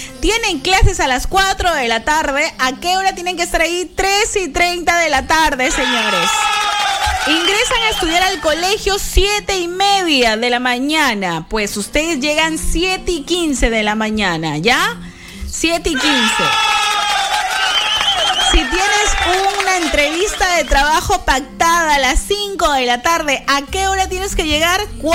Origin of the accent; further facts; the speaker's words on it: Peru; somos peruanos